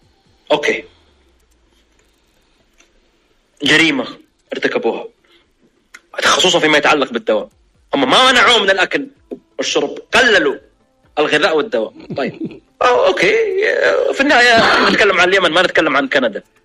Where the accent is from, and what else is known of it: Saudi Arabia